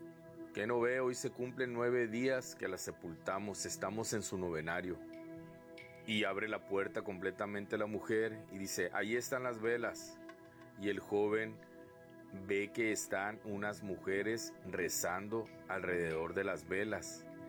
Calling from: Tijuana, Baja California, Mexico; Saludos y bendiciones desde Tijuana

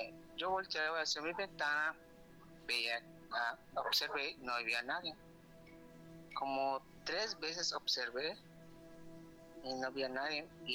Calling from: Mérida, Yucatán, Mexico; te escucho desde Mérida, Yucatán.

